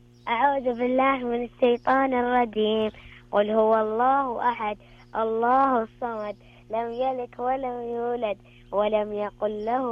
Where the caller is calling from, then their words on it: Khobar, Eastern Province, Saudi Arabia; من الخبر.